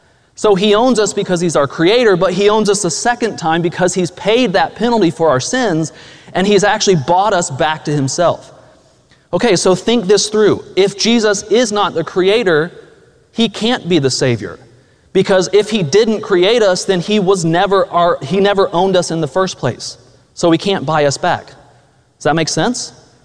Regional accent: Pensacola, Florida, United States; I grew up here. I was born here in Pensacola.

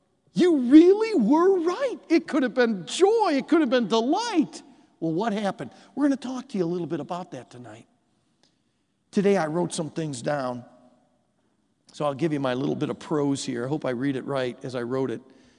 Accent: Michigan, United States; I remember growing up around Lake Michigan

